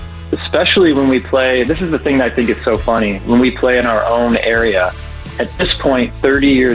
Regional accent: Ohio, United States; no clue we're from Ohio

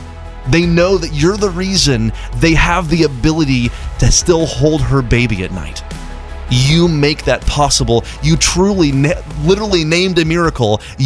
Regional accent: Zimbabwe; In these cultures, names have meanings. I grew up in Zimbabwe.

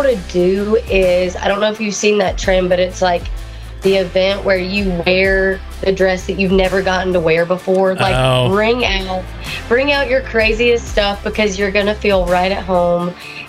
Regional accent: Alabama, United States; and we're from Alabama, so we understand that if we asked them to wear orange in our hometown for Auburn, they would be same way.

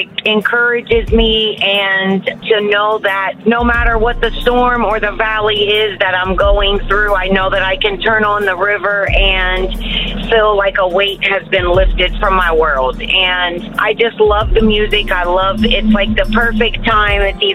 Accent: Mansfield, Ohio, United States; I am from Mansfield, Ohio, and I am the river.

